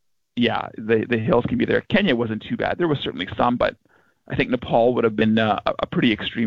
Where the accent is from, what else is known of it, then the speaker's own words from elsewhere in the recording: Altona, Manitoba, Canada; I'm from the Altona area.